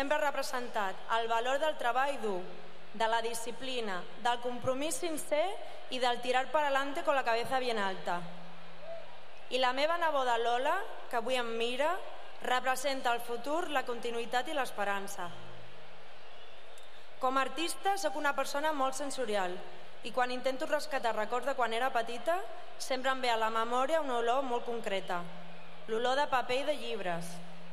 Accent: El Prat de Llobregat, Catalonia, Spain; de la ciutat on vas créixer i on vas aprendre a mirar el món

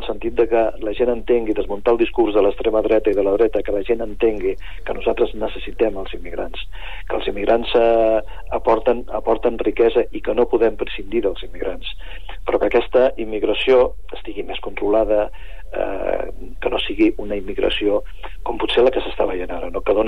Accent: Barberà de la Conca, Catalonia, Spain; jo vinc de Barberà de la Conca, que és un municipi que té 426 habitants. És a dir, conec una mica la situació.

